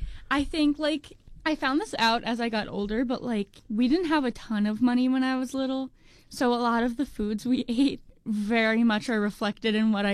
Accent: New Jersey, United States; And then I grew up in New Jersey.

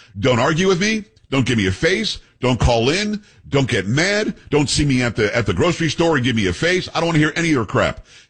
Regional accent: Florida, United States; also born or lived in New York; now in Texas, United States; Now, growing up in South Florida and also parts of New York, Florida does it better.

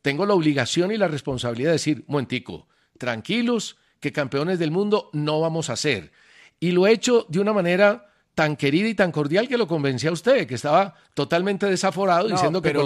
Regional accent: Brazil; Por supuesto que no. Yo sí soy brasileño. Lo único que quiero con la selección de Brasil es que sea campeona.

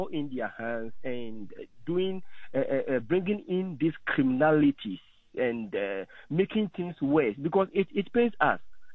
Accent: South Africa; South Africa, we are not xenophobic, because South Africans are not xenophobic

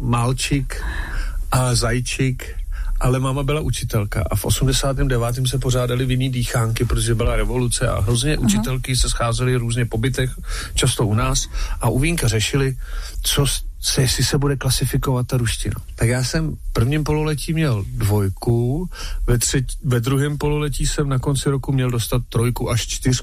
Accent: Ústí nad Labem, Ústí nad Labem Region, Czechia; Anglicky, jasně, a německy, protože jsem z Ústí.

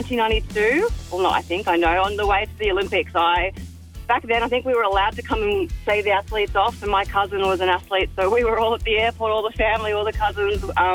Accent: Sydney, New South Wales, Australia; Yeah, I'm originally from Sydney, yeah. Go the Blues.

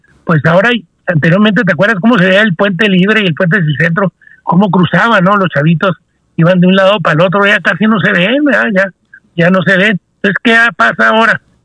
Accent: Mexico; No hay como los mexicanos que nos vamos del otro lado a hacer trabajos que muchos, muchos, muchos americanos no lo hacen

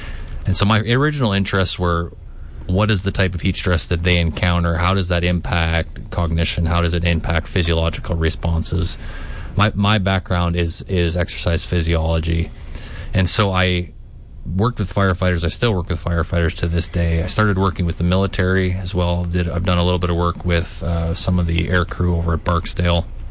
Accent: Canada; moved away as an adult; now in Shreveport, United States; I'm originally from Canada, and so yeah. I originally came here in 2012 to do a training camp because I was on the Canadian national weightlifting team.

